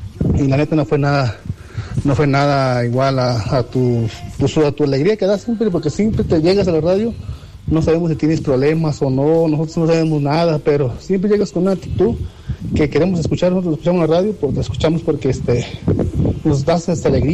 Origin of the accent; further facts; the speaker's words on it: Apatzingán, Michoacán, Mexico; now in Morelia, Mexico; Somos de Patzingán, pero trabajamos en Morelia.